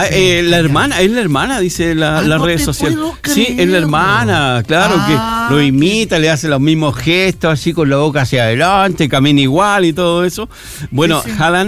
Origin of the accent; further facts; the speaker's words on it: Chile; los chilenos decimos